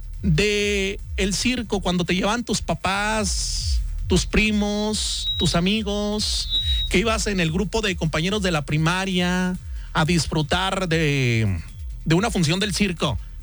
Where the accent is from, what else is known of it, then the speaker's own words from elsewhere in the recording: Santa Bárbara, Chihuahua, Mexico; moved away; yo recuerdo allá en mi pueblo, en Santa Bárbara, Chihuahua, de donde soy originario